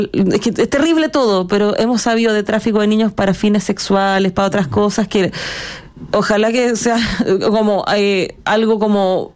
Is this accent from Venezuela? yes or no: no; Chile; nosotros como chilenos